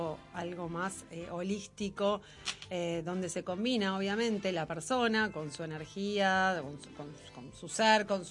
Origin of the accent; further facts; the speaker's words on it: Buenos Aires, Argentina; soy capital de Buenos Aires.